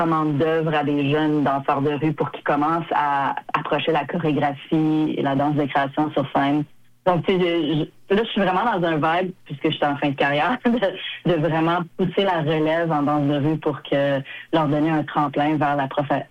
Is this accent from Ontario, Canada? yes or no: yes; Ottawa, Ontario, Canada; also born or lived in Montreal; now in Quebec City, Canada; Ben moi, j'ai fait la majorité de ma carrière à Montréal. Je suis d'Ottawa, mais j'ai étudié à Montréal en danse.